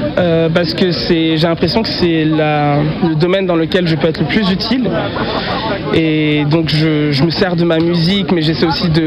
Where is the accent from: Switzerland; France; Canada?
France; Saint-Germain-en-Laye, Île-de-France; born there; Je suis né à Saint-Germain-en-Laye, donc en région parisienne. Mes parents sont d'origine béninoise.